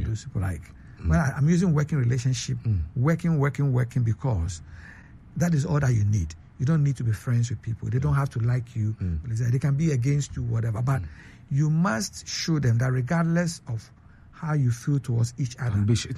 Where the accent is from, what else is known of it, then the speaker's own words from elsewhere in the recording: Greater Accra, Ghana; I'm very argumentative because I was born in Choco.